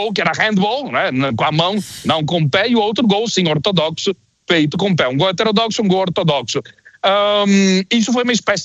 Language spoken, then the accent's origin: Portuguese; Londrina, Paraná, Brazil; Sou de Londrina, do norte do Paraná, pé vermelho. Ninguém duvide da brasilidade.